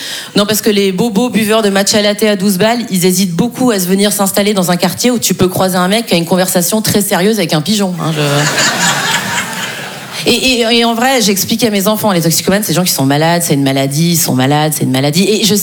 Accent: Switzerland; pour moi, c'est un effort énorme de dire 90, parce que je suis suisse. Donc en vrai, je dis 90.

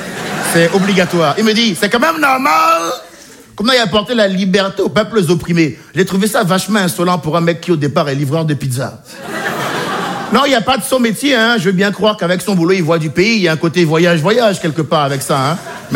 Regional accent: Benin; born or raised there

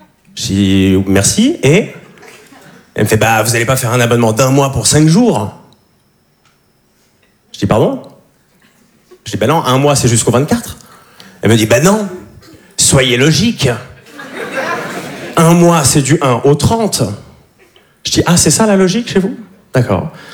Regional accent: Switzerland; now in Paris, France

